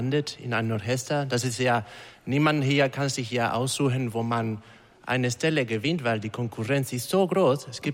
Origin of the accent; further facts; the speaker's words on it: Spain; German is a second language; moved away as an adult; now in Germany; ich komme aus Spanien.